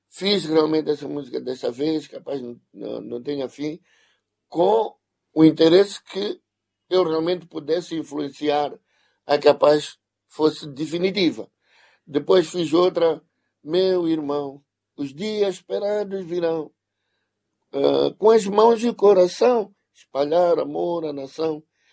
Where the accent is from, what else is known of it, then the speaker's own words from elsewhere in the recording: Mozambique; É por isso que somos moçambicanos.